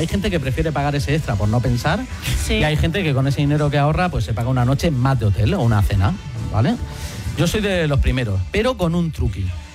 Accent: Orihuela, Valencian Community, Spain; No vayáis a París. Venidos a mi pueblo, Orihuela.

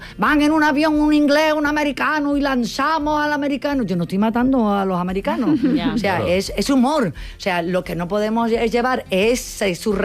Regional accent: Cádiz, Andalusia, Spain; Yo como buena gaditana

